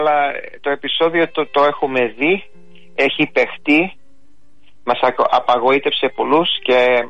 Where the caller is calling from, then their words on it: Ithaca, Ionian Islands, Greece; στην Ιθάκη, στο νησί μου